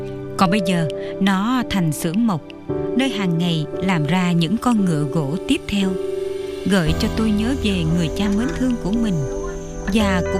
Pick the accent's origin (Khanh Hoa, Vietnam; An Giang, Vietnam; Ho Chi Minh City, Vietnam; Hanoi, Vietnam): An Giang, Vietnam; Tôi được sinh ra ở vùng Chợ Mới, An Giang.